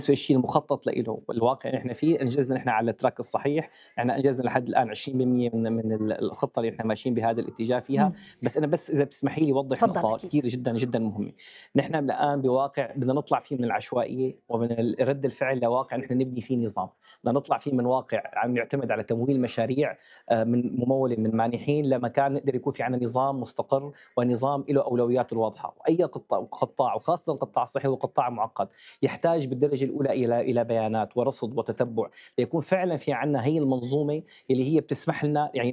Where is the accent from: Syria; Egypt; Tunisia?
Syria; نحن كدولة سورية